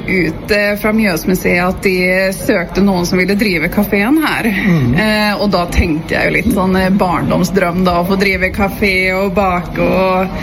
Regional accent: Oslo, Norway; born there; also born or lived in Sweden; Jeg er født i Oslo, men så har jeg bodd i Sverige de siste 23 årene.

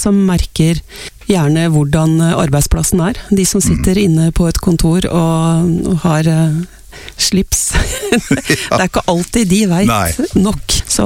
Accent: Oslo, Norway; now in Toten, Norway; Jeg kommer fra Kjelsås I Oslo.

